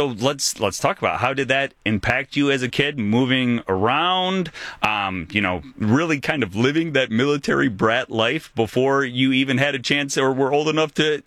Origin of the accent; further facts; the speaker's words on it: Detroit, Michigan, United States; me coming from Metro Detroit, we don't hear those quite as much.